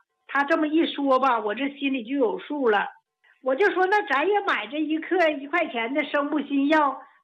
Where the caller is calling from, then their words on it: Harbin, Heilongjiang, China; 我是哈尔滨的老患者了